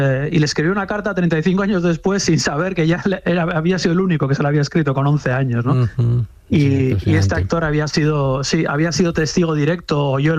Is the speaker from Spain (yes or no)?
yes; San Sebastián, Basque Country, Spain; Yo soy de San Sebastián, a 10 kilómetros de Rentería.